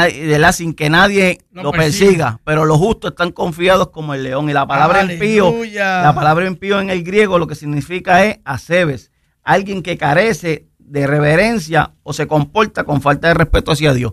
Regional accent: Mayagüez, Puerto Rico; now in Rincón, Puerto Rico; Yo vengo del pueblo de Mayagüez, adoptado por Rincón. Uh-huh. Ya casi 20 años en el pueblo de Rincón, ¿verdad? Y pues, normal, crecí en lo que todo el mundo conoce, ¿verdad? Un hogar típico

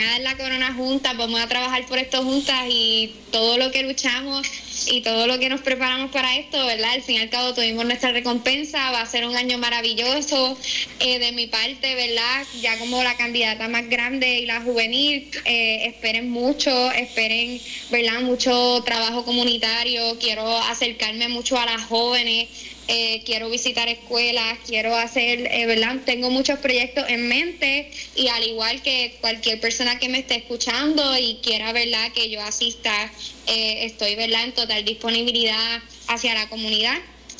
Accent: San Germán, Puerto Rico; como las dos somos de la Monserrate, soy yo y es Caliani, que está aquí al lado mío.

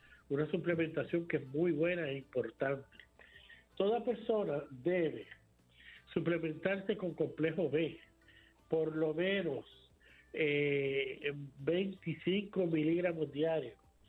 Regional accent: Puerto Rico; somos puertorriqueños

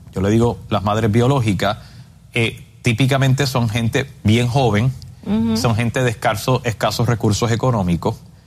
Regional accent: Puerto Rico; moved away; como los dos somos de Puerto Rico

